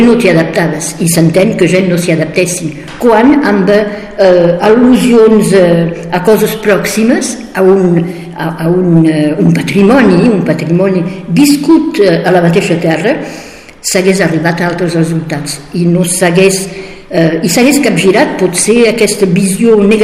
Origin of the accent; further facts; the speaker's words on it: Sorède, Occitania, France; I com que s'encerta que jo som de Sureda, veieu, és més Sureda que l'agregació